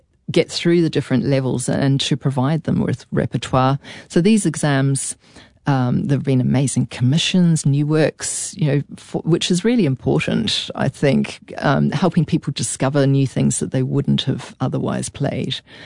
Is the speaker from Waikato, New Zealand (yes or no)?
no; Pukekohe, Auckland, New Zealand; when I was growing up in Pukekohe, I, as an 8-year-old